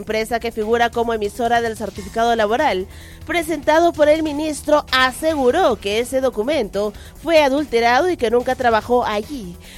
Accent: El Salvador; En mi país, El Salvador.

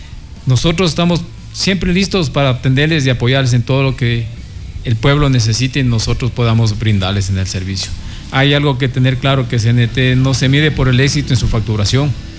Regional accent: Ecuador; como buenos ecuatorianos que somos

